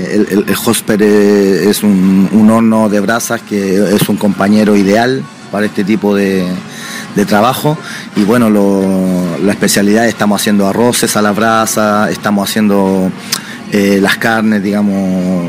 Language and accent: Spanish; Chile; now in San Sebastián, Spain; ya sabe que llevo años en la cocina y que soy chileno